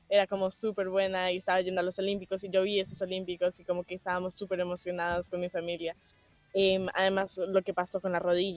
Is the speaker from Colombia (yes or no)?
yes; Colombia; also born or lived in Mexico; Sí. Mis papás son colombianos, toda mi familia es colombiana. Nací en México... estaban pues de viaje y como trabajando ahí durante un tiempo, entonces viví como 2 años en México y después me mudé